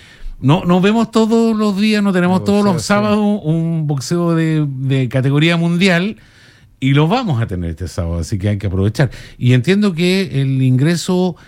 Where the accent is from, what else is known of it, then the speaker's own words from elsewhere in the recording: Iquique, Tarapacá, Chile; todos los que vivimos acá en esta tierra, para los que somos iquiqueños, tenemos familia iquiqueña